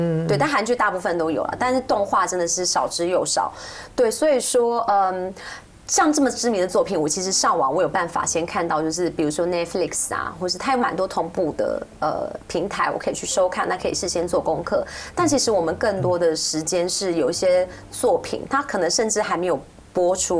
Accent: Taiwan; 我们台湾人

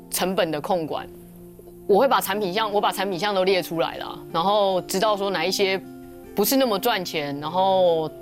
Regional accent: Taiwan; 那将来它那台湾长出来的品种就比较能适应我们台湾的气候这样子。

